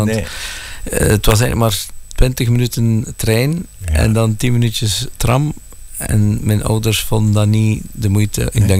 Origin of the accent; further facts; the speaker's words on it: Bruges, Flanders, Belgium; also born or lived in Ghent; Ik ben geboren in Brugge.